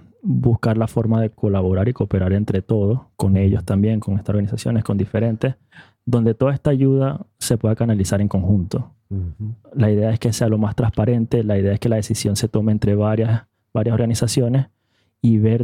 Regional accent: Venezuela; now in Norway; tuve la oportunidad como venezolano

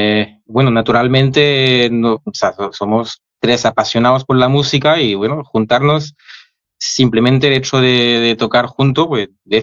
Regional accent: France; Spanish is a second language; porque yo soy francés, empecé con el piano clásico

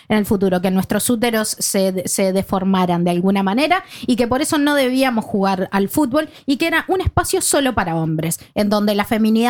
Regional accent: Uruguay; yo como uruguaya pido disculpas a los ganeses cada vez que me los cruzo.

